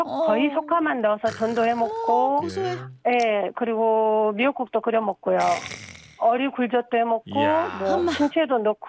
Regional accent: South Jeolla, South Korea; moved away; 네. 친정이 전남 광진인데요.

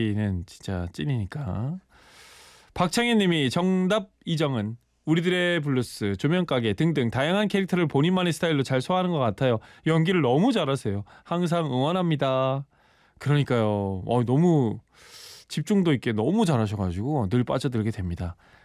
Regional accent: Gyeongsang, South Korea; 저는 이제 경상도 사람이니까

